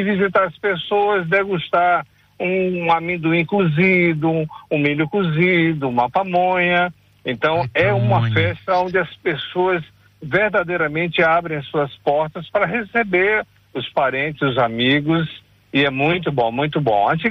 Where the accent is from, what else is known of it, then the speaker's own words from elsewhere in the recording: Salvador, Bahia, Brazil; born there; moved away; also born or lived in Santo Antônio de Jesus; Eu sou nascido em Salvador, na capital.